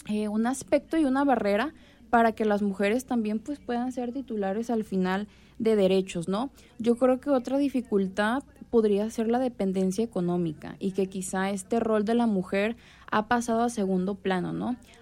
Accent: Mexico; nosotras las que estamos aquí podemos decir que somos personas, que somos seres humanos, que somos mexicanos.

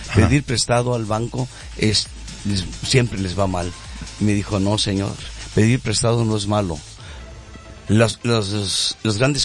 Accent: Mérida, Yucatán, Mexico; Pero soy de Mérida, Yucatán.

